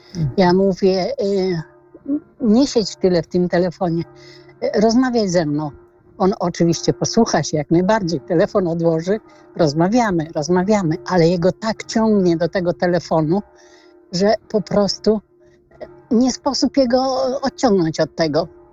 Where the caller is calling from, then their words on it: Łomża, Podlaskie Voivodeship, Poland